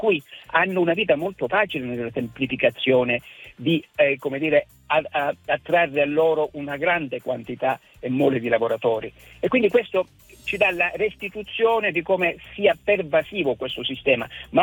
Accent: Calabria, Italy; moved away; giù nella mia terra in Calabria

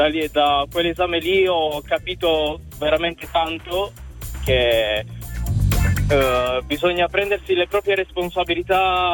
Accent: Bari, Apulia, Italy; moved away as an adult; now in Ferrara, Italy; subito dopo gli esami di Stato mi sono dovuto trasferire da Bari, perché io sono originario di Bari, a Ferrara per lavoro.

